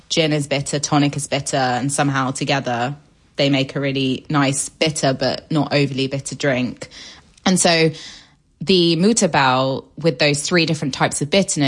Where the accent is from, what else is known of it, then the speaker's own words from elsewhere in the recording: Paris, Île-de-France, France; because I grew up in Paris, is a French chicory and walnut and blue cheese salad.